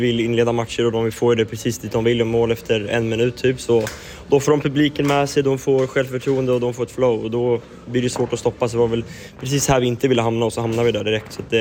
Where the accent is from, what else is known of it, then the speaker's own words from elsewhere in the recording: Örebro, Örebro County, Sweden; jag är från Örebro. Så jag bor i Örebro hos mina föräldrar.